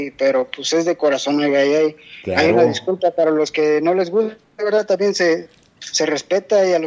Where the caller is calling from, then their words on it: Michoacán, Mexico; yo soy del Merito Marijo, oiga, es un ranchito pegadito aquí a Guandacareo, frontera con Guandacareo, pero yo pertenezco a Chucándero. Mi rancho se llama El Marijo y es frontera con Guandacareo.